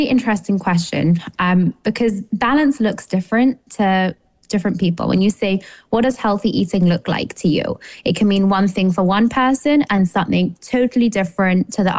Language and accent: English; London, United Kingdom; moved away; I'm from London originally, and the schooling's a little different.